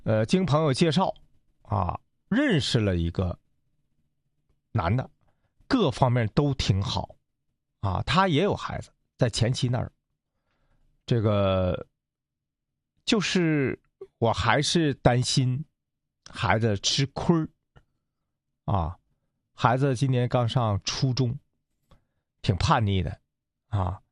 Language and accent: Chinese; China